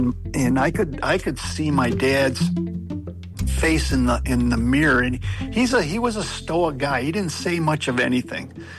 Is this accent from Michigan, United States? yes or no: yes; Grand Rapids, Michigan, United States; I grew up in Grand Rapids, was born here in 1954, so I'm pretty old.